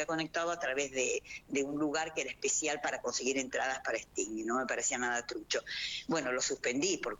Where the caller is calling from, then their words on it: Lomas de Zamora, Buenos Aires Province, Argentina; Yo vivo en Lomas de Zamora